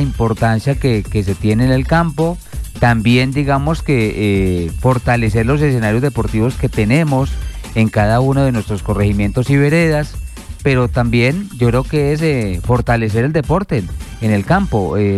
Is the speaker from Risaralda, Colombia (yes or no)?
yes; Marsella, Risaralda, Colombia; Los que somos de Marsella